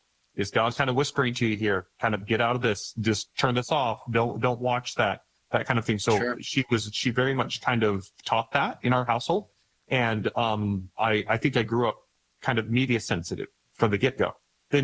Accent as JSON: {"language": "English", "region": "Idaho", "country": "United States", "tie": "born or raised there"}